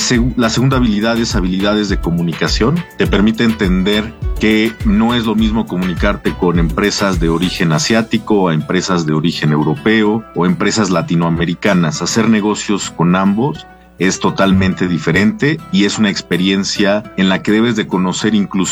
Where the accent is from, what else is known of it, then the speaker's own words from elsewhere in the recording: Ciudad Sahagún, Hidalgo, Mexico; soy originario de Ciudad Sahagún, Hidalgo